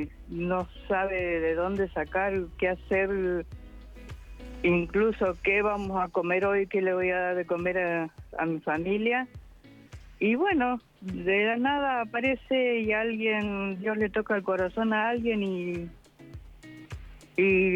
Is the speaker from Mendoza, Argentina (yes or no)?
no; Corrientes, Argentina